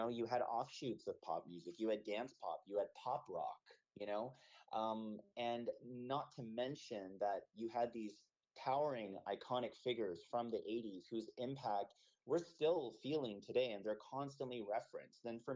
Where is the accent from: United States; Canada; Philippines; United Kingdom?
Canada; Vancouver, British Columbia; now in Toronto, Canada; And, I've been out here in Toronto for quite a few years now, but Vancouver's my hometown, you know? So wow. I'm originally from the West Coast.